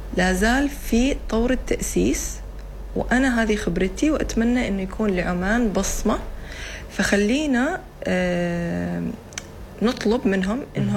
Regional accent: Oman; انا كنت من عمان

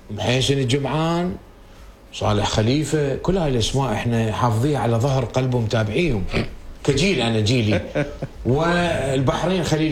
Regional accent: Iraq; أنا عراقي عائلتي عمانية زوجتي مواطنة عمانية

